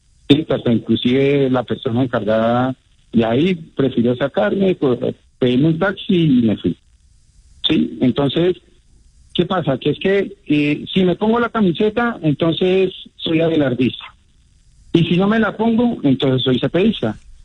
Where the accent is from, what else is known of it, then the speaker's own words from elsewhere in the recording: Colombia; Entonces, todos somos colombianos.